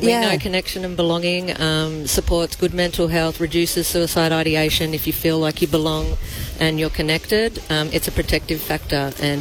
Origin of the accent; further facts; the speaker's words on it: Sydney, New South Wales, Australia; I'm from the East Coast. Gadigal land.